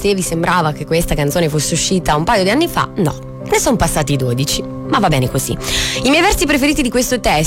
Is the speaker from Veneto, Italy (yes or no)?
no; Sansepolcro, Tuscany, Italy; Io vengo da Sansepolcro, che è una cittadina famosa soprattutto perché vorrei che fosse famosa per me, ma non sono nessuno, è famosa per Piero della Francesca